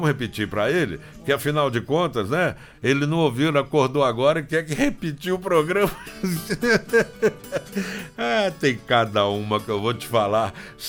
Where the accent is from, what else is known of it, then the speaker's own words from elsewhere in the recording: Minas Gerais, Brazil; born there; eu que nasci em Minas Gerais